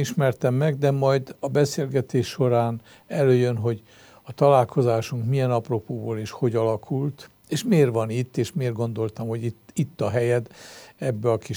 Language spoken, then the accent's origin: Hungarian; Uzhhorod, Zakarpattia Oblast, Ukraine; now in Pécs, Hungary; ugye mi Ungváról menekültünk, és háború után Monor, aztán Németboly, Pécsvárad, Mecseknádasd, és Pécs adta az utolsó